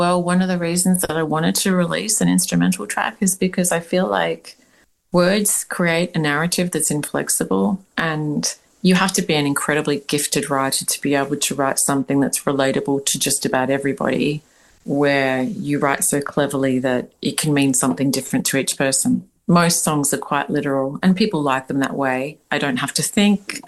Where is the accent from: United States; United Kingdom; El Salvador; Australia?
Australia; As an Australian person